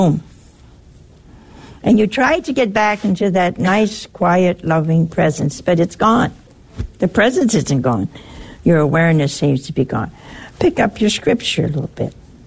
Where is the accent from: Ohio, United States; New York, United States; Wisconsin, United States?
Ohio, United States; Oh, hey, that's my home state.